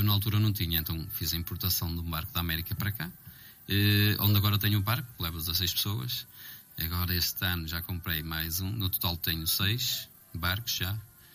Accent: Marco de Canaveses, Norte, Portugal; Eu nasci ali

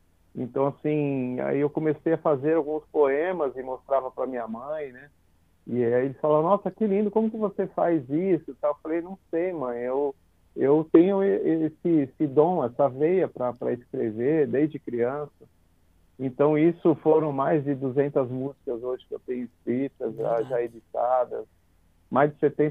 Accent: São Caetano do Sul, São Paulo, Brazil; first language Portuguese; now in São Paulo, Brazil; Sou de São Caetano do Sul. Hoje, aqui em São Paulo, eu moro aqui, né, há um tempo já.

